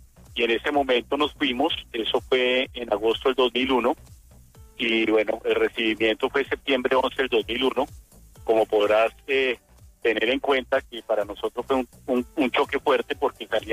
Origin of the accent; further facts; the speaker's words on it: Colombia; now in Weston, United States; Ese fue realmente el motivo porque nos fuimos de Colombia. Y bueno, hoy ya llevamos 15 años en Estados Unidos, en el sur de la Florida, en Weston, logrando ese sueño americano